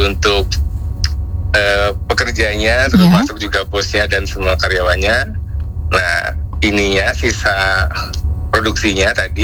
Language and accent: Indonesian; Indonesia; moved away as an adult; now in Japan; kalau kita kan orang Indo ya.